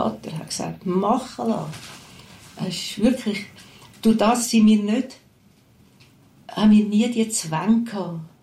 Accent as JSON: {"language": "German", "region": "Zurich", "country": "Switzerland", "tie": "born or raised there", "said": "Ich bin im Pfarrhaus aufgewachsen, auf dem Land, bei Winterthur."}